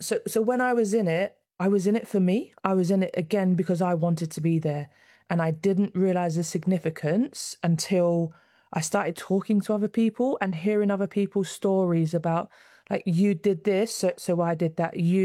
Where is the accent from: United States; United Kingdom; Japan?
United Kingdom; London; accent: South London; I grew up in a council house in Peckham.